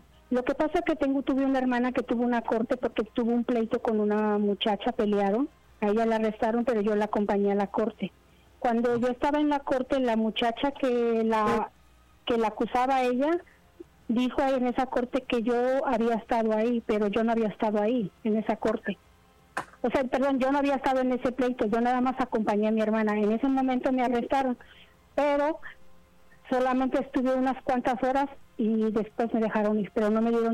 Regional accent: Mexico; Soy mexicana.

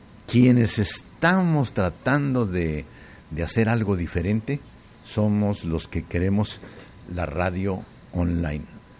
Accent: Tlaltenango, Zacatecas, Mexico; moved away; De Tlaltenango, mi pueblo, me están saludando.

